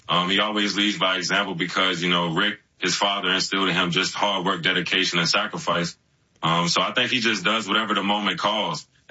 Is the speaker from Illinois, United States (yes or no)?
no; Maryland, United States; we grew up in the Maryland, D.C. area together.